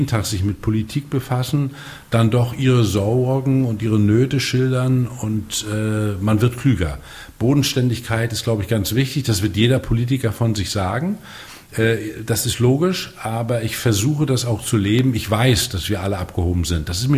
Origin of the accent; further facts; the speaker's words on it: Tribsees, Mecklenburg-Vorpommern, Germany; Ja, Triebsees ist meine Heimatstadt gewesen. Ich sage immer ganz gerne, wir haben länger das Stadtrecht als Berlin, um eine Kleinigkeit zu sagen. Es ist eine Kleinstadt, die vor der Wende durchaus einen gewissen Aufschwung hatte.